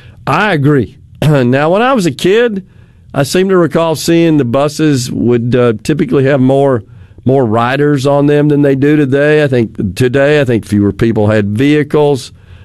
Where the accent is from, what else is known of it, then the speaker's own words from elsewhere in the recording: Jackson, Mississippi, United States; when I was younger, growing up in Jackson.